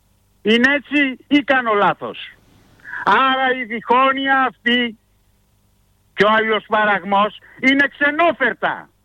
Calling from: Greece; Είμαστε Έλληνες εμείς.

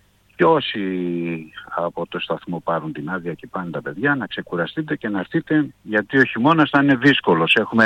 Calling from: Greece; Εμείς ως Έλληνες, ως Ελλάδα, ως χώρα

